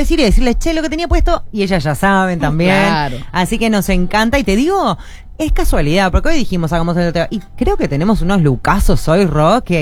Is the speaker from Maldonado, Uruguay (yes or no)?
yes; Punta del Este, Maldonado, Uruguay; como esteños todos somos hinchas de Lobos